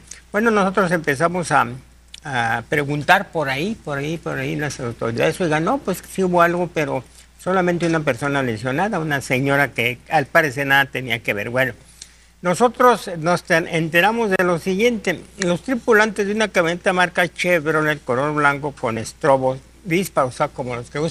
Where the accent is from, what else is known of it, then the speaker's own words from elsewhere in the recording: Tayoltita, Durango, Mexico; Habitantes del mineral de Tayoltita, o sea, mi tierra